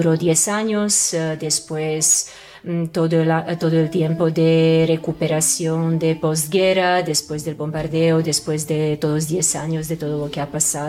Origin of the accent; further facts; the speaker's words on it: Serbia; moved away; crecer en Antigua Yugoslavia, después Serbia, entre Yugoslavia y Serbia hemos cambiado el nombre del país varias veces